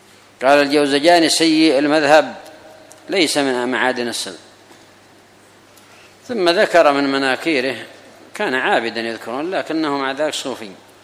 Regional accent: Yemen; أما عندنا في اليمن ما هو معدن التشيع،

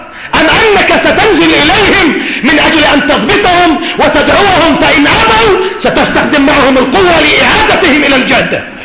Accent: Yemen; يا أخي الدولة عندنا في اليمن بالذات دولة على بساط أحمد كما يقولون.

